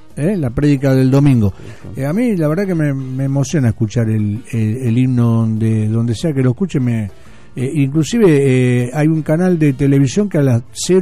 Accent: Argentina; Somos argentinos, ¿no?

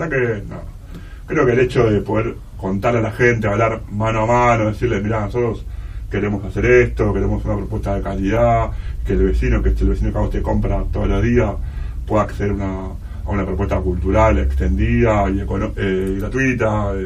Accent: Buenos Aires, Argentina; also born or lived in Wilde; Yo nací circunstancialmente en Wilde, pero toda mi vida vivía en Parque Patricio

